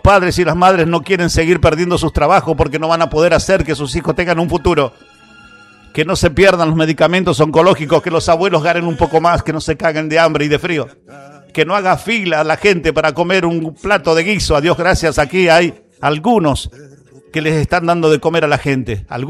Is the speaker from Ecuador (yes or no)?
no; Argentina